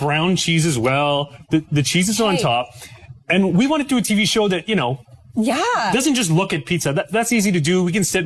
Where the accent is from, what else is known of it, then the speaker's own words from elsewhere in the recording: Ottawa, Ontario, Canada; you know, I'm from Ottawa.